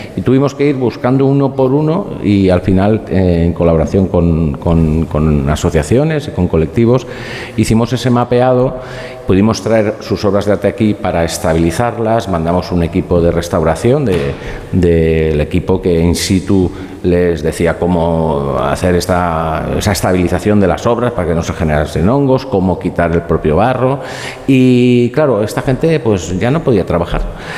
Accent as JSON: {"language": "Spanish", "region": "Valencian Community", "country": "Spain"}